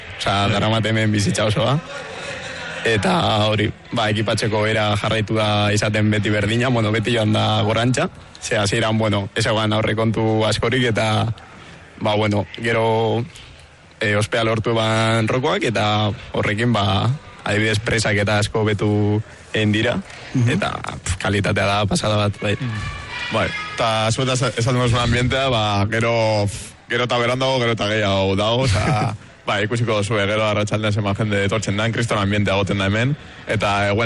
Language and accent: Basque; Bilbao, Basque Country, Spain; gu bilbotarra gara